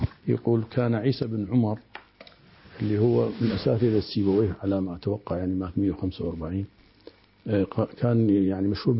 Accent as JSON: {"language": "Arabic", "country": "Iraq", "said": "عندنا في العراق القاف يصير جا، يعني هاي يسميها عادات لهجية ليس لثغة"}